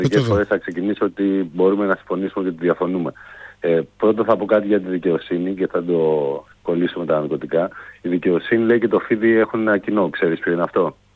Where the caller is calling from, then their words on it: Kalamata, Peloponnese, Greece; Εγώ είμαι από την Νοτιοδυτική Πελοπόννησο, Καλαμάτα.